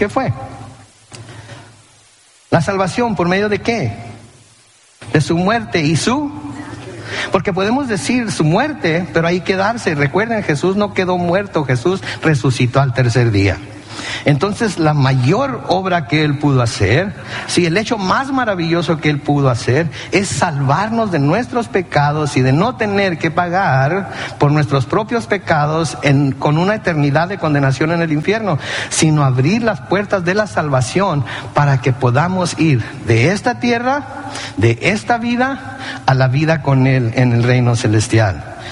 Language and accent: Spanish; Mexico; la mayoría de nosotros creo que somos mexicanos